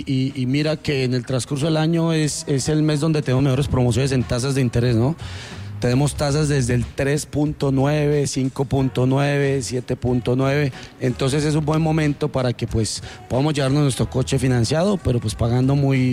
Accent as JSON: {"language": "Spanish", "town": "Bogotá", "region": "Bogotá Capital District", "country": "Colombia"}